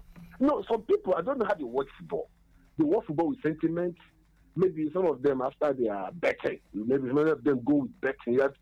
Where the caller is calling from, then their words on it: Ebonyi, Nigeria; I'm calling from Afrika in Ebonyi State.